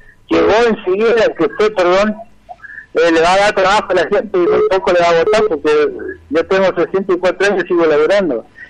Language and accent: Spanish; Resistencia, Chaco, Argentina; De Resistencia, bueno, de Villa Próspe.